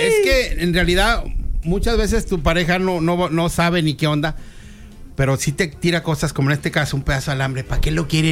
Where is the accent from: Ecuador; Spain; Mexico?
Mexico; te platican así mexicanas y uno como mexicano te dicen, ah, ni te creo, puro choro tú, güey.